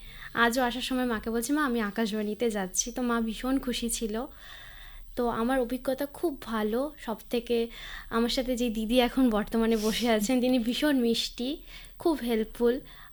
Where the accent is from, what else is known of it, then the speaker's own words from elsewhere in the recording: Siliguri, West Bengal, India; ছোট থেকে আমি তো শিলিগুড়িরই মেয়ে